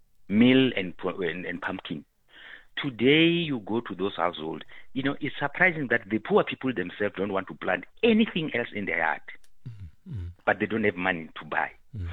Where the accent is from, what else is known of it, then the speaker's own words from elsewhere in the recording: Venda, Limpopo, South Africa; born there; also born or lived in Soweto / Alexandra; when I grew up in Venda, in the rural areas, when we grew up in Soweto